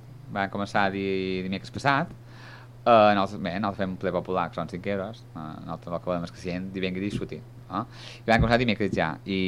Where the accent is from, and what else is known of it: Artà, Balearic Islands, Spain